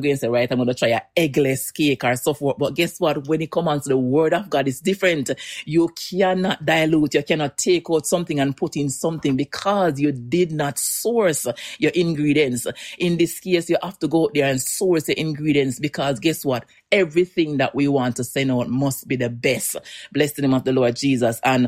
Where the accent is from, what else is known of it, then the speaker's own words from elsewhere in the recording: Jamaica; now in Newfoundland and Labrador, Canada; I am from Jamaica for sure, but I live in Newfoundland and Labrador, Canada.